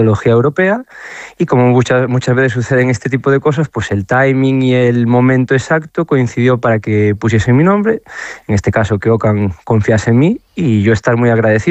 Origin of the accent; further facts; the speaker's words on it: Ourense, Galicia, Spain; moved away as an adult; now in Istanbul, Turkey; Eso es, yo es que soy de Ourense, como tú has dicho, pero yo me voy a estudiar la universidad